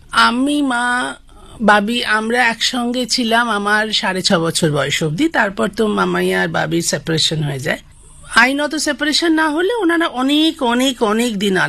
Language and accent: Bangla; Kolkata, West Bengal, India; Doctor ঢোল তার হাতে আমি জন্মেছিলাম, কিন্তু মা বাবা তখন থাকতেন লেক মার্কেটে, কিন্তু ওই মামার বাড়িতে হব বলে শ্যামবাজার চলে আসে, আর ওই থেকেই শ্যামবাজার আমার সঙ্গে একদম অষ্টপৃষ্ঠে জড়িয়ে গেল।